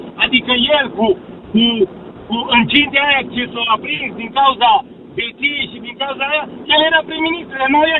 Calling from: Satu Mare, Satu Mare County, Romania; vă sunt din Satul Mare.

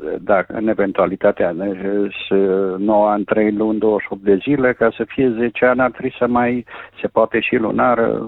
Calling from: Cluj-Napoca, Cluj County, Romania; sunt de la Cluj-Napoca.

